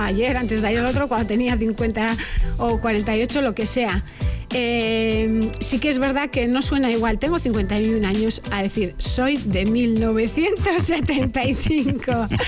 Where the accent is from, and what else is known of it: Mungia, Basque Country, Spain; born or raised there